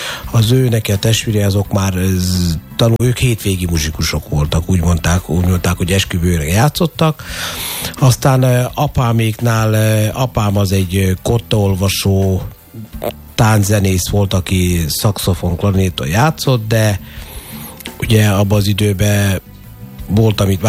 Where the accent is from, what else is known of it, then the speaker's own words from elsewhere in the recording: Karcag, Jász-Nagykun-Szolnok, Hungary; born there; én karcagi születésű vagyok